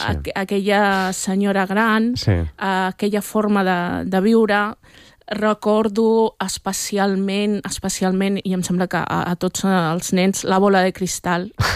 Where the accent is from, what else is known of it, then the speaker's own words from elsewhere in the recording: Catalonia, Spain; jo sóc catalana, espanyola, no tinc nostàlgia del Marroc